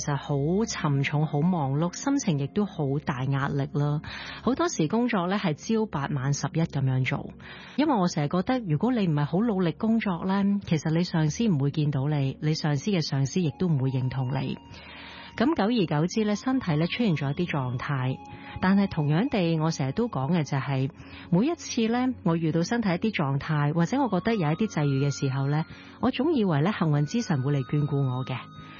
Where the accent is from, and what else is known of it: Hong Kong